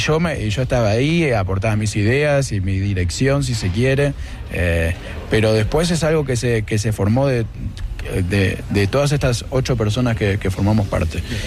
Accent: Buenos Aires, Argentina; Como a nosotros, como porteños, nos venden que el folclore de una manera que es como si fuera un museo

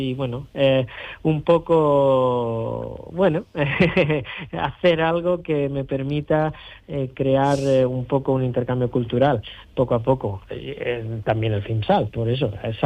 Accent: Sorbas, Andalusia, Spain; moved away as an adult; also born or lived in Almería; now in Hong Kong; Yo nací en Almería, pero bueno, soy de Sorbas.

